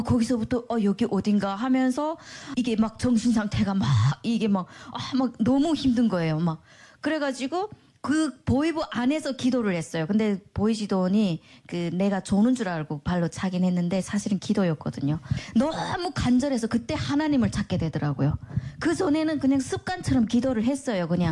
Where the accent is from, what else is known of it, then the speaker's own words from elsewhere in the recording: North Korea; moved away; 이게 너무 위험하구나, 우리 북한에서 왔고 하니까 그래서 위험하구나 해가지고 그 순간부터는 교회를 못 나갔어요.